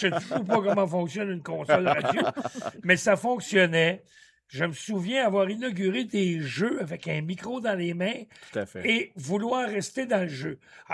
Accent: Montreal, Quebec, Canada; Moi, je suis né à Tétroville-Longue-Pointe, donc l'autre coup, en face du fleuve

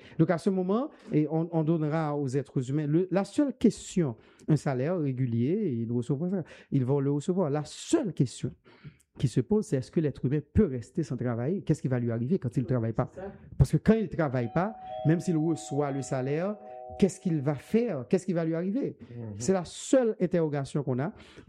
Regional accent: Haiti; Je donne un exemple. Moi, je suis d'Haïti. Et une maison de 500 000 $ en Haïti, c'est une maison extraordinaire.

